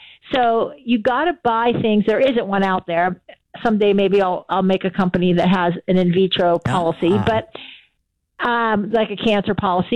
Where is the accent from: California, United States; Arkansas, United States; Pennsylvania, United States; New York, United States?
Pennsylvania, United States; Pittsburgh; I'm from Pittsburgh.